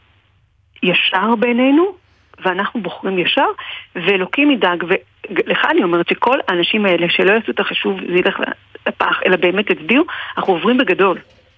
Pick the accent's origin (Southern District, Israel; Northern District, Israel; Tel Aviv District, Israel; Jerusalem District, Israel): Jerusalem District, Israel; Jerusalem; בסורוצקין, אני קורא לזה, ויש שכונה חרדית באזור הזה, אתה יודע איפה זה היה מדה? כאילו כל האזור שם, אז שם.